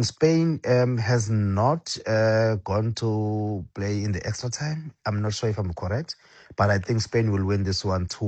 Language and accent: English; South Africa; as a South African that loves football